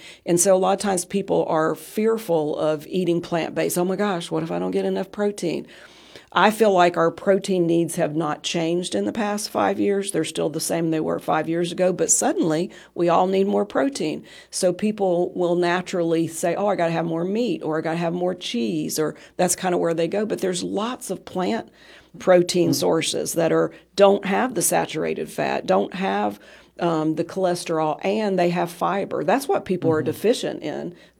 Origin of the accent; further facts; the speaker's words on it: West Virginia, United States; moved away; I grew up in West Virginia